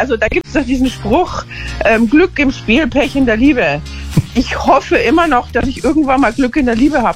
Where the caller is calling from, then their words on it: Bad Reichenhall, Bavaria, Germany; Aus Reichenhall.